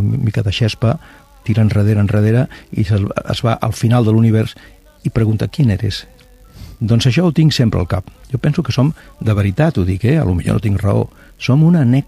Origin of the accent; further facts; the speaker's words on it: Barcelona, Catalonia, Spain; Recordo que al meu barri, a Sant Gervasi, hi havia un alcalde d'aquell moment